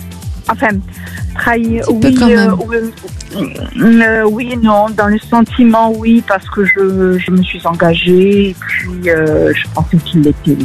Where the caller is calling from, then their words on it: Occitanie, France; À côté de Montpellier